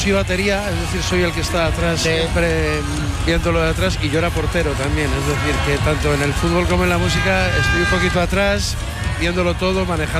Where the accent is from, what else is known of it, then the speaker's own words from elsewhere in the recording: Bilbao, Basque Country, Spain; Soy de Bilbao y me gustaba mucho el Barça.